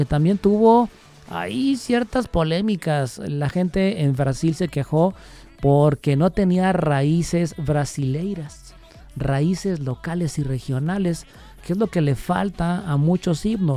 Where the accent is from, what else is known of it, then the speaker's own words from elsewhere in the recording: Guadalajara, Jalisco, Mexico; las palabras o frases que nos definen como tapatíos.